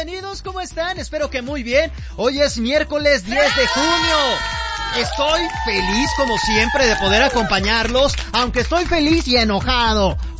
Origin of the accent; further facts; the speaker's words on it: Mexico; Nuestra impresión como mexicanos no es ser gandallas, que sí luego los hay, y a eso voy.